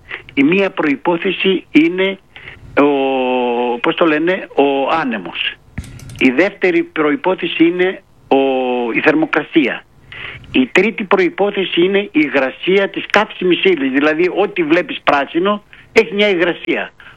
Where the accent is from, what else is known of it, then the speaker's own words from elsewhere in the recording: Eirinikó, Central Macedonia, Greece; Είμαι στο χωριό μου, στο Κιλκής, λέγεται Ειρηνικό το χωριό.